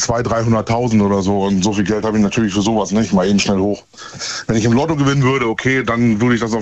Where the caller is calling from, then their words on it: Hamburg, Germany; Aus Hamburg.